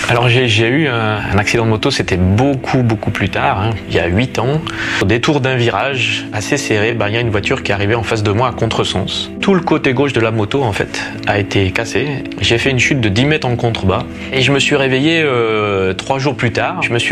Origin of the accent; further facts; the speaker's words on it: France; now in Switzerland; m'appelle … je suis français, je vis en Suisse. Je suis issu d'une famille catholique pratiquante.